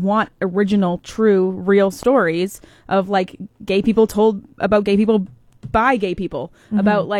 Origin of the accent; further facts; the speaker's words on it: Canada; as a Canadian